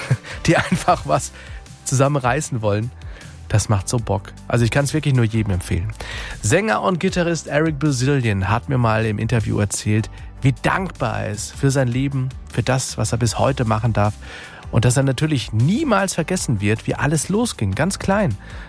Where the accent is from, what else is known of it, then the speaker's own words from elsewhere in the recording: Speyer, Rhineland-Palatinate, Germany; Ich habe sie selbst schon live erleben dürfen hier in Deutschland, in Speyer, in meiner Heimatstadt